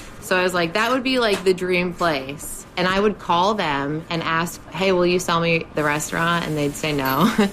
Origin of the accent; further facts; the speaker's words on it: Westbrook, Connecticut, United States; I grew up in Westbrook, and I knew the family that owned it before. My sister actually worked here.